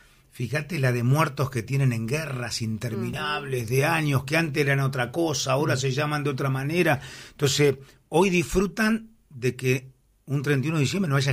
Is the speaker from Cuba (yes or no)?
no; Argentina; mirá vos lo que somos los argentinos